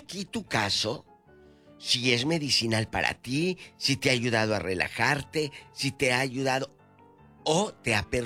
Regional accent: Matamoros, Tamaulipas, Mexico; Así, un saludo a mi tierra, mi Matamoros querido.

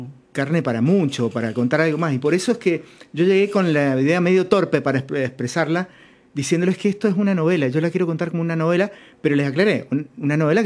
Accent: San Martín, Mendoza, Argentina; Yo soy de San Martín

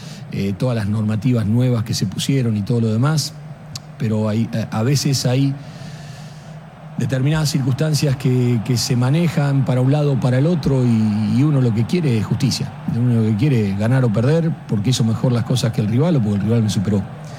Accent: Argentina; Digo, miren, yo le voy a decir una cosa como argentino, no como técnico de la selección paraguaya.

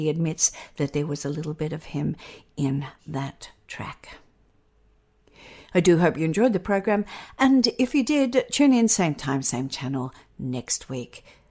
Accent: Perth, Western Australia, Australia; my hometown of Perth

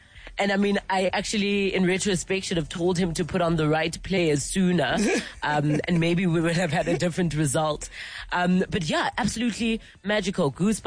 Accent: South Africa

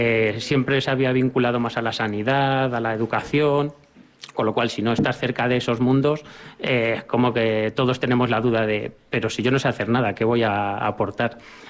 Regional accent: Pepino, Castilla-La Mancha, Spain; moved away as an adult; now in Jaca, Spain; yo me crié aquí en Pepino

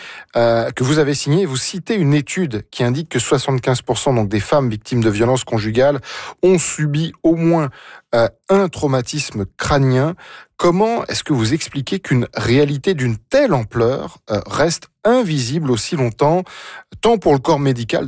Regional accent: France; now in Alberta, Canada; On est français

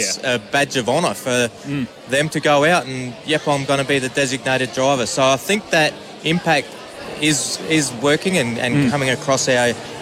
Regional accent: South Australia, Australia; I grew up in the Riverland, so I'm a country lad, so I've been to plenty of field

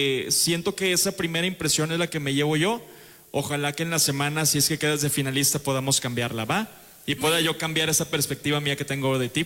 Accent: Monterrey, Nuevo León, Mexico; Yo soy de Monterrey

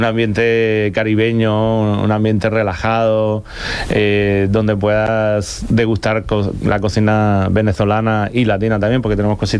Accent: Spain; soy español, pero yo creo que tengo corazón latino

